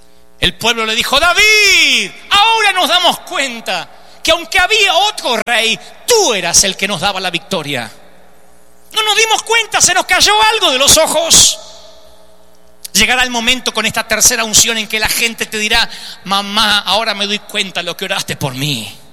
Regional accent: Argentina; Qué patéticos somos los argentinos.

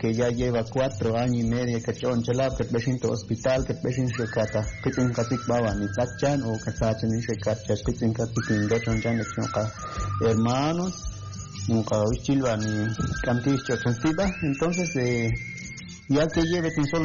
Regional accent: Quiché, Guatemala; first language Ixil; En mi dialecto, porque soy Ixil.

